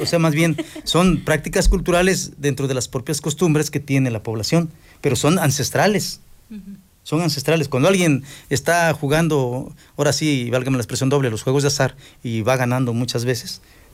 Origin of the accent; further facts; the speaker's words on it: Raboso, Puebla, Mexico; aquí, en mi pueblo Raboso